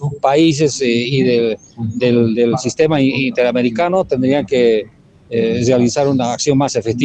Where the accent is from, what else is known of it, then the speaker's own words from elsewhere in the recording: Bolivia; nosotros mismos como bolivianos.